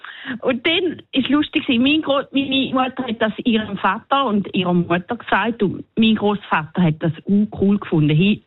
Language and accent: German; Switzerland; now in New Zealand; Als Schweizer ist man manchmal ein bisschen... ja, ein bisschen ungewöhnlich.